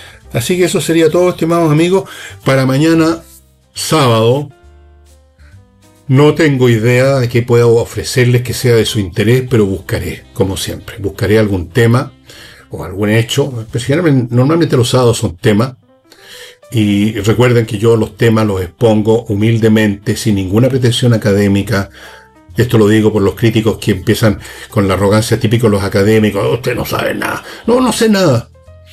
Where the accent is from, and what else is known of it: Chile